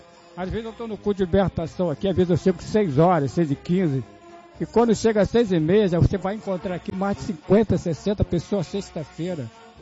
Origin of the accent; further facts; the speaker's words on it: Magé, Rio de Janeiro, Brazil; Sou de Magé.